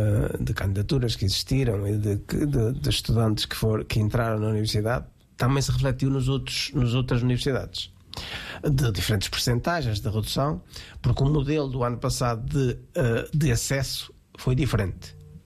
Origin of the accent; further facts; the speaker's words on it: Alpendurada, Porto, Portugal; now in Aveiro, Portugal; É porque quando, em 1982, eu saí da Alpendurada para Aveiro, eu conhecia Aveiro minimamente, mas depois eu apaixonei-me por Aveiro, e por isso fiz a minha licenciatura aqui.